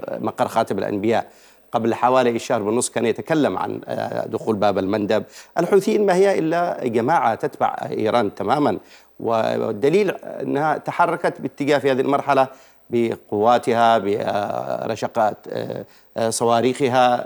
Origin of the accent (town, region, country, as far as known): Yemen